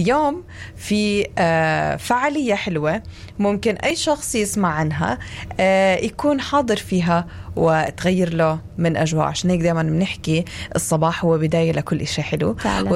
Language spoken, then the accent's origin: Arabic; Palestine; خاصة عنا بفلسطين